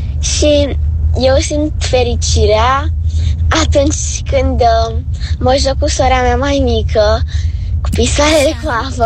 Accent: Bucharest, Romania; din București, am 11 ani

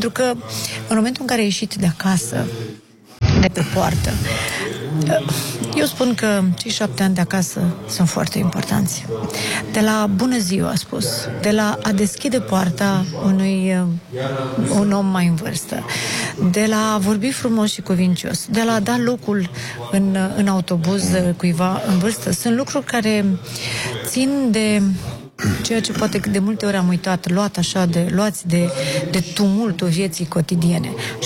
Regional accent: Moldavia, Romania; born there; moved away; eu sunt din Moldova

